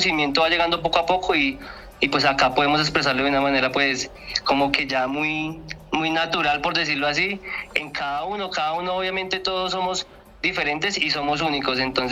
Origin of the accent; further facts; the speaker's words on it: Bogotá, Colombia; en mi barrio, que yo soy pues de Bogotá, en el barrio Kennedy, había mucho comercio de música.